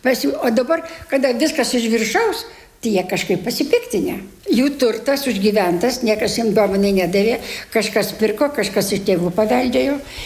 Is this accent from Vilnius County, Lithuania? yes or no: no; Lazdijai, Alytus County, Lithuania; moved away as an adult; now in Šiauliai, Lithuania; iš Lazdijų, iš Dzūkijos. Labai didžiuojuosi, kad aš iš Dzūkijos. Visai čia pat Lenkijos siena ir Baltarusijos siena. Tokiam kampelėje gyvenam. Gimus augus Lazdijuose.